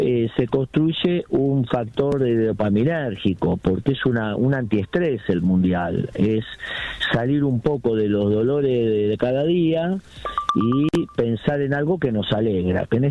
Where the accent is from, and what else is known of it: Argentina